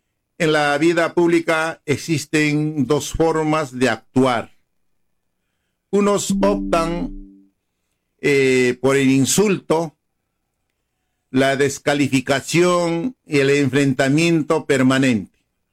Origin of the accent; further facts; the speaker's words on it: Chumpi, Ayacucho, Peru; mi pueblo de Chumpi